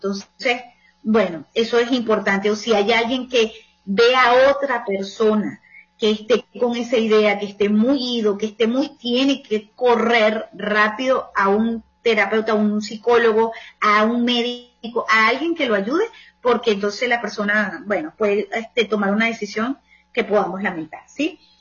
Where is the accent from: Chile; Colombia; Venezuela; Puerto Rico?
Venezuela; soy venezolana